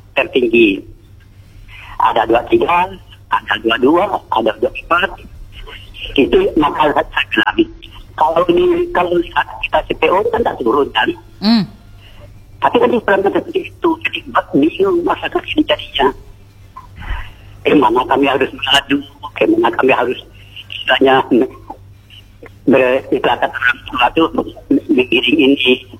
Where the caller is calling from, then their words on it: Bonti, West Kalimantan, Indonesia; Saya dari Bonti.